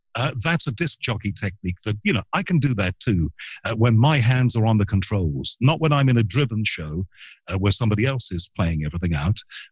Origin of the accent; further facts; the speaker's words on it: Liverpool, North West England, United Kingdom; accent: Liverpool